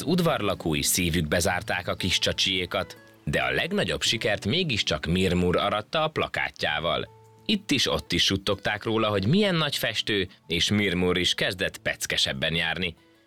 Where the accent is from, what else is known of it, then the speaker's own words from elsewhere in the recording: Szeged, Csongrád-Csanád, Hungary; born there; Amikor gyerek voltam, Szegeden